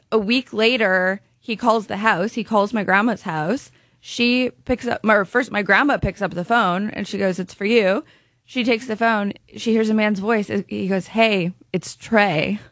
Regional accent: Canada; I am Canadian, as is my mom.

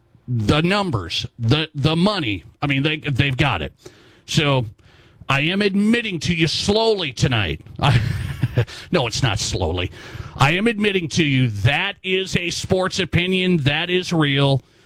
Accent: Montana, United States; moved away; also born or lived in South Dakota; I come from Montana. I've lived in Montana and South Dakota, okay, fully.

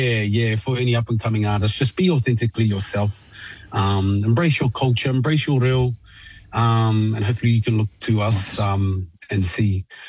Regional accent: Taranaki, New Zealand; now in Australia; I was raised in Taranaki

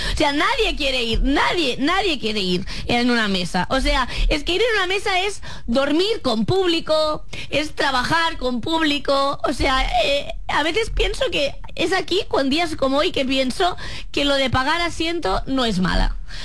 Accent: Catalonia, Spain; como persona catalana esto me

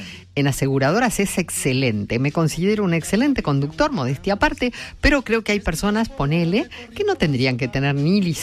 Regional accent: Buenos Aires, Argentina

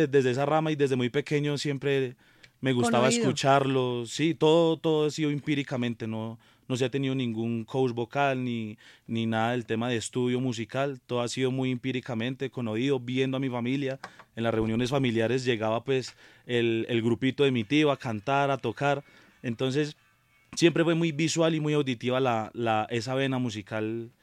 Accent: Bogotá, Colombia; La verdad, en Bogotá siempre he residido. He tenido temporadas de que voy obviamente hacia donde son mis padres

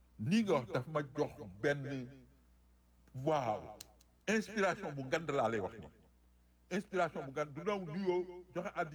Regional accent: Senegal; Mais c'est insignifiant, nous sommes tous du Sénégal.

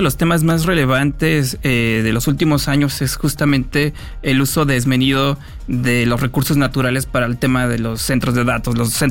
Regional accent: Mexico

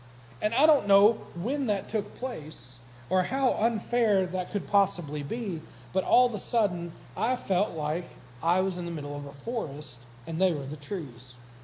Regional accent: Frankfort, Kentucky, United States; I grew up in Frankfort, Kentucky. That would be the capital. I grew up there

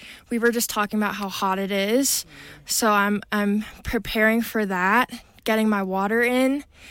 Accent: Chicago, Illinois, United States; moved away as an adult; I'm from Chicago. I went to college out there, and now I'm here.

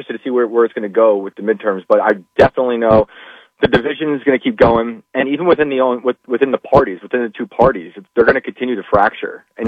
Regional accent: New York, United States; moved away as an adult; now in West Virginia, United States; And I'm in the great state of West Virginia, and I was born and raised in New York. Now I'm in West Virginia for 5 or 6 years

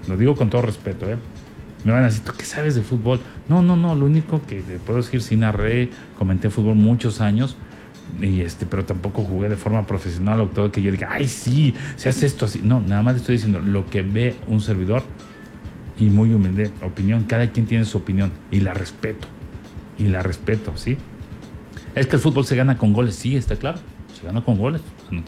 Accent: Mexico; festejamos como mexicanos

